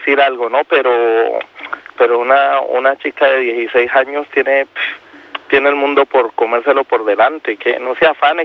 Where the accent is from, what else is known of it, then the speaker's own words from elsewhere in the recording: Colombia; Mira, yo soy de Colombia, yo soy colombiano.